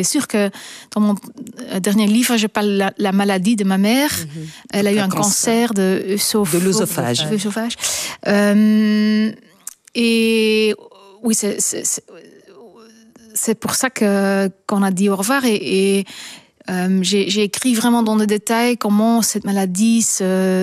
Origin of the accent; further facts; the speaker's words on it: Flanders, Belgium; now in Brussels, Belgium; Oui, je viens de Kempen. On peut être, on peut entendre ça encore dans mon dialecte. Mais maintenant, j'habite depuis